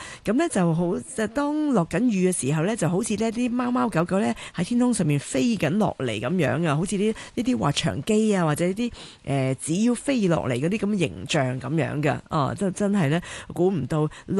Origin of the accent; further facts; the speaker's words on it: Hong Kong; 我哋香港人